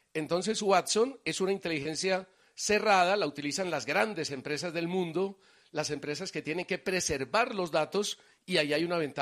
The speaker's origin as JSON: {"language": "Spanish", "country": "Colombia", "said": "Y usted ya conoce cómo somos los colombianos."}